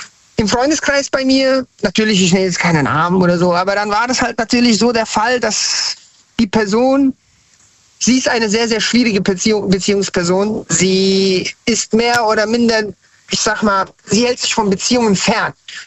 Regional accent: Hanau, Hesse, Germany; aber ich bin in Hessen, Hanau, Hessen-Frankfurt aufgewachsen und bin dann nach Hanau gezogen.

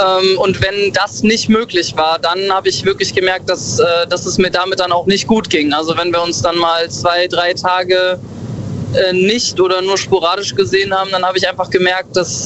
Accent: Bad Kreuznach, Rhineland-Palatinate, Germany; Ich komme ursprünglich aus der Ecke Bad Kreuznach.

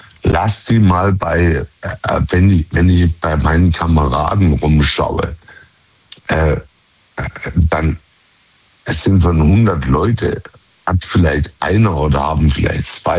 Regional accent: Baden-Württemberg, Germany; Ich komme aus der Ecke von Karlsruhe.

